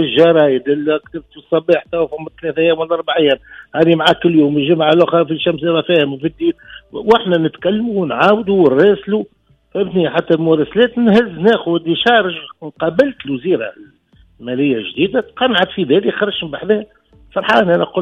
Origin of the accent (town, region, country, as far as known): Tunisia